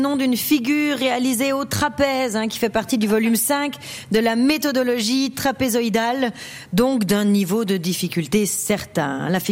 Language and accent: French; Jura, Switzerland; Mais moi, quand j'étais petite, chez nous, dans les Franches-Montagnes, on n'avait pas le CNI.